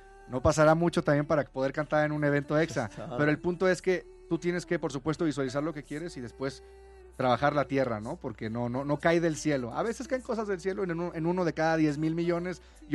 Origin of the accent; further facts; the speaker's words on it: Mexico; somos mexicanos.